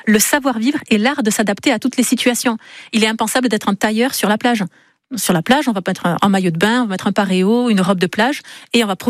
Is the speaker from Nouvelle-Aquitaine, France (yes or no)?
yes; Nouvelle-Aquitaine, France; moved away as an adult; now in Basque coast, France; Je viens du Béarn et de la campagne béarnaise.